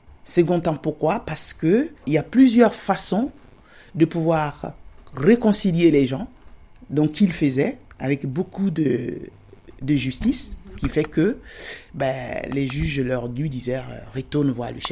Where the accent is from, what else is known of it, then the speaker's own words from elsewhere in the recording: Tiassalé, Lagunes, Côte d’Ivoire; On a Thiès-Salé, qui est ma ville natale d'ailleurs, et après mon village, qui est Emakonogaro. Et il n'est pas perdu parce qu'il fait plus de 10 000 habitants aujourd'hui.